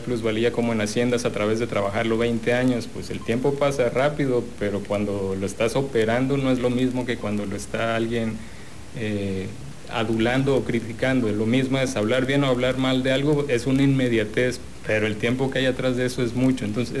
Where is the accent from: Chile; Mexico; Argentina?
Mexico; Tabasco; antes que colores somos tabasqueños y lo que nos interesa, los que vivimos aquí y vamos a seguir viviendo, pues es que las cosas sean mejor para Tabasco.